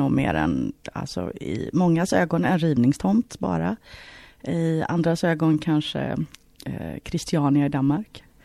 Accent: Gothenburg, Västra Götaland County, Sweden; born there; Det började när jag flyttade hit redan 1976 med min ensamstående mamma.

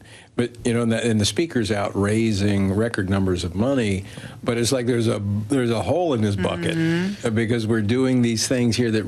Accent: Louisiana, United States; Well, let me give you another example in my home state of Louisiana

